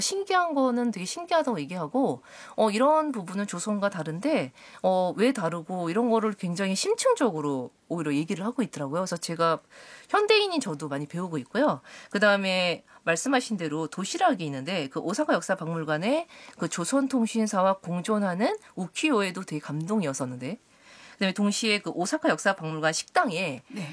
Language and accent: Korean; South Korea; 저는 한국인으로서